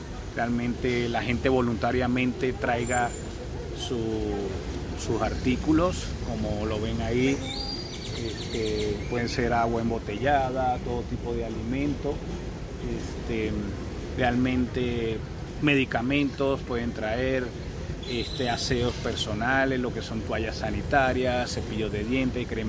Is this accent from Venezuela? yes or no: yes; Venezuela; now in Morelos, Mexico; soy de origen venezolano.